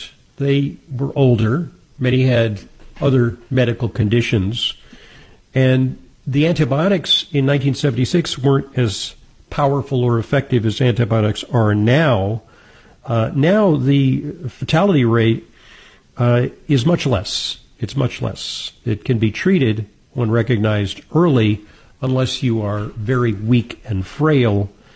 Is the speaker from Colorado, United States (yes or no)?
no; New York City, New York, United States; there's this thing going around in my hometown in New York City, Legionnaire's disease.